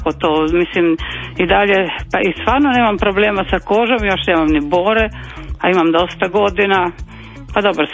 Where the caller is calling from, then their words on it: Rijeka, Primorje-Gorski Kotar County, Croatia; ja sam tu iz Rijeke, meni nije daleko